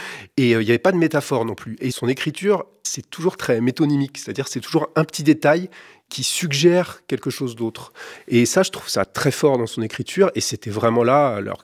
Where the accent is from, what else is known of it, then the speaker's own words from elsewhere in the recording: Lisieux, Normandy, France; Moi, je venais de Lisieux